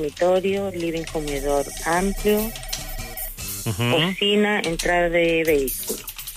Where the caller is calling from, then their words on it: Copiapó, Atacama, Chile; de Copiapó.